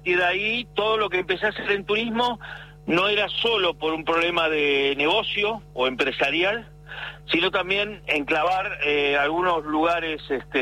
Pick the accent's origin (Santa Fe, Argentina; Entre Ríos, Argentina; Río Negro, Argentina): Río Negro, Argentina; Bariloche; moved away as an adult; also born or lived in Paraguay / Misiones, Argentina; now in Trevelin, Argentina; yo crecí criado en Bariloche. Tengo 67 años y a los 30 y pico me fui a Paraguay, prometiéndole a los patagónicos, a mis amigos, y que iba a volver.